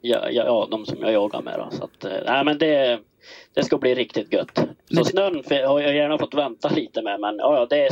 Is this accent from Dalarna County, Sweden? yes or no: yes; Lima, Dalarna County, Sweden; jag är väl här hemma i Lima, där jag är född och uppvuxen.